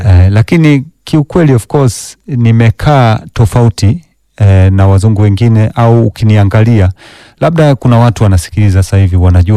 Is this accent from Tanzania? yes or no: yes; Tanzania; Swahili is a second language; also born or lived in Denmark; Mimi ni Masai na Mchaga kidogo.